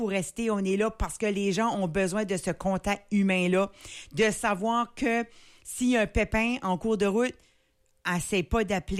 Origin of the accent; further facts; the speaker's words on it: Canada; surtout quand on vient du Canada